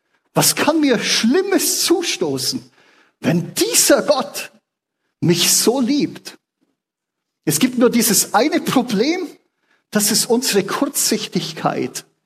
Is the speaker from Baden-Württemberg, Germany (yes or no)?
no; Bavaria, Germany; ich bin gebürtiger Allgäuer, auf dem Land aufgewachsen.